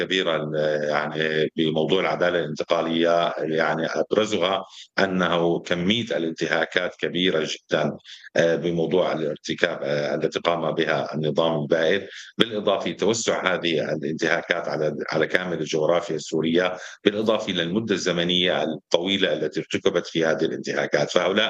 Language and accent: Arabic; Syria; ننجو جميعا كسوريين